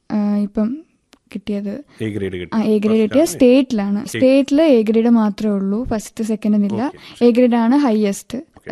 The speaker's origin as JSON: {"language": "Malayalam", "town": "Thiruvananthapuram", "region": "Kerala", "country": "India", "said": "ഞാൻ ശ്രീകണ്ഠേശ്വരം ട്രിവാൻഡ്രത്തുനിന്ന് വരുന്നു."}